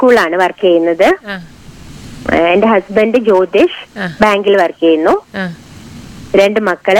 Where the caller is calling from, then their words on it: Kerala, India; ഞാൻ തെരൂർ പാലയോട്.